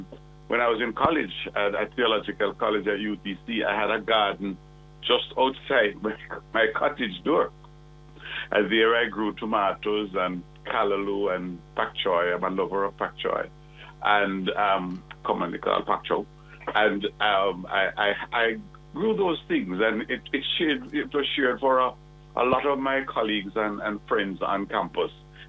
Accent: Islington, Saint Mary, Jamaica; I grew up in Islington, St. Mary. I grew up with my grandparents. And they were farmers, among other things.

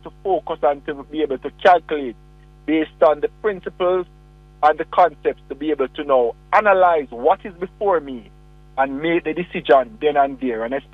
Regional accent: Spanish Town, Saint Catherine, Jamaica; also born or lived in Kingston; I was born in Kingston, but I grew up in Spanish Town.

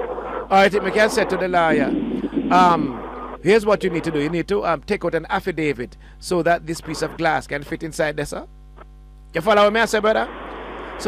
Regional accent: Jamaica; We are Jamaican.

